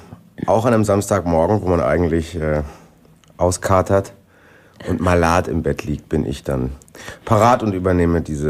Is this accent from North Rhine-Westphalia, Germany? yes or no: yes; North Rhine-Westphalia, Germany; moved away as an adult; also born or lived in Zurich; Ich bin 1979 im Ruhrgebiet geboren, bin da 27 Jahre nicht rausgekommen, habe dort in Bochum die Schauspielschule besucht und dann hat es mich zu meinem ersten Engagement nach Zürich verschlagen